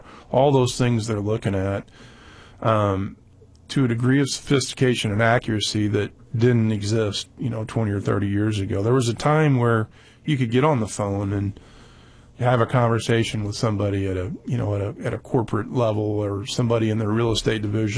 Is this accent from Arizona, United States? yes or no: yes; Arizona, United States; because I'm from Arizona, you're there, you know.